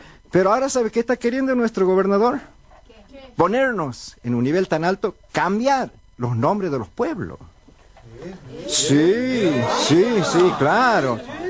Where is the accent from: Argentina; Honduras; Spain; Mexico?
Argentina; moved away; ayer hemos estado en Cejolón, mi pueblito, después de tantos años he vuelto a mi pago.